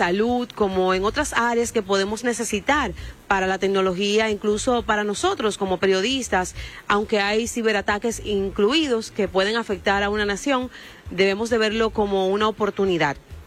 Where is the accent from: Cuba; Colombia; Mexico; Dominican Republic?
Dominican Republic; soy periodista del Grupo de Medios Telemicro de República Dominicana. Estuve en la actividad donde usted salió hace un momento. Allí participó nuestro presidente Luis Abinader